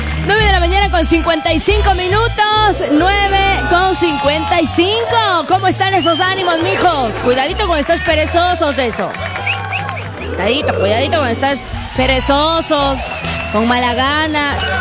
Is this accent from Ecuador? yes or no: yes; Azuay, Ecuador; born there; de aquí de Guyo, nomás donde yo nací. Entonces, de ahí nace la otra, la tata. De ahí viene mi abuela, viene mi mamá y yo.